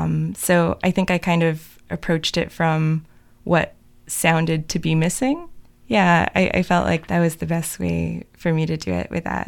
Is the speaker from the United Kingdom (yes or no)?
no; Latvia; English is a second language; I've contributed to Radia twice so far. I'm from Latvia, and I took some of the Zooms with me back home over Christmas break